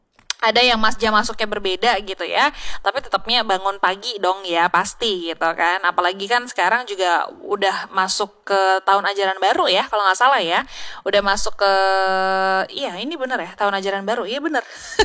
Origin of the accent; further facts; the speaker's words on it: Ternate, North Maluku, Indonesia; jujur li bangga deh sebagai warga Ternate